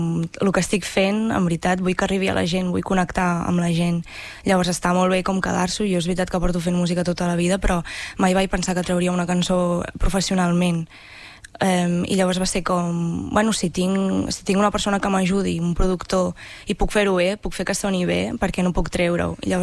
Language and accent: Catalan; Ribes de Freser, Catalonia, Spain; Sí, jo vaig néixer a Ribes i vaig estar a Ribes fins que vaig anar a fer el batxillerat a Vic, el batxillerat artístic, i després ja vaig començar a estudiar la carrera i me'n vaig anar fora.